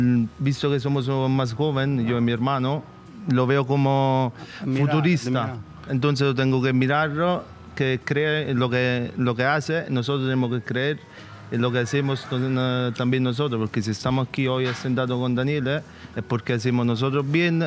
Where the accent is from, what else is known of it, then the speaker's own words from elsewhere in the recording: Campania, Italy; Spanish is a second language; Como somos italianos, napolitano, casi del mismo pueblo.